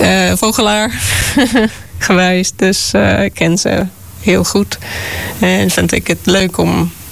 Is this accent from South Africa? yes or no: yes; South Africa; Dutch is a second language; Vanwege dat ik uit Zuid-Afrika kom. Ik werkte vroeger in een wildereservaat in Zuid-Afrika.